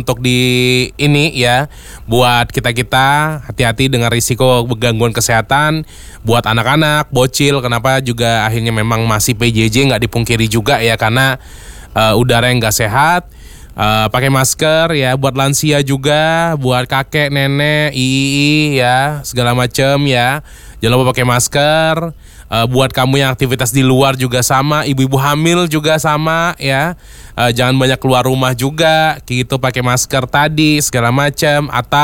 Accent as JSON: {"language": "Indonesian", "town": "Palembang", "region": "South Sumatra", "country": "Indonesia", "said": "kita-kita sebagai warga Palembang"}